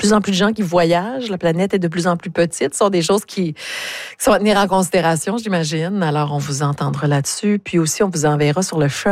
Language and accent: French; Burnsville, New Brunswick, Canada; born there; partir de chez nous à Burnsville jusqu'à Paquetteville, puis après ça jusqu'à Caraquet.